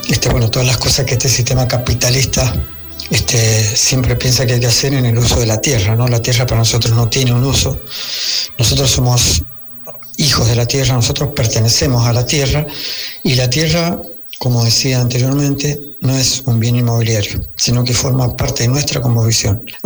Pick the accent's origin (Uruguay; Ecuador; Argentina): Argentina; Mendoza; soy de Argentina, de la zona oeste de Argentina, de la provincia de Mendoza. Desde acá de la zona oeste